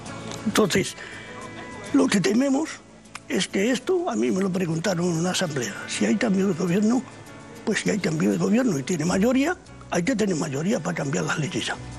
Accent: Extremadura, Spain; En Extremadura, por desgracia, vivimos muchos años.

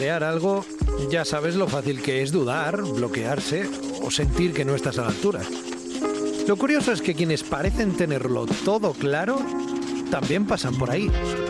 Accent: Extremadura, Spain; extremeño y creativo.

